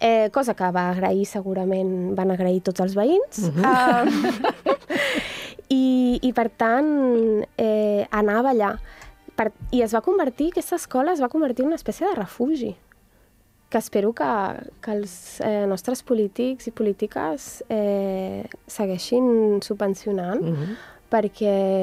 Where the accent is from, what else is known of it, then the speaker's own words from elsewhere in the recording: Barcelona, Catalonia, Spain; jo sóc nascuda a Poble Sec, vaig créixer bastants anys també a Sant Antoni, per tant, vinc d'una família de classe mitjana que, per tant, no tenia piano a casa